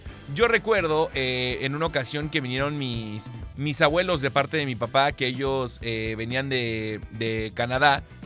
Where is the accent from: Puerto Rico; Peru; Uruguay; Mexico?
Mexico; como mexicanos es que nuestra gastronomía siempre tiene una historia que contarnos.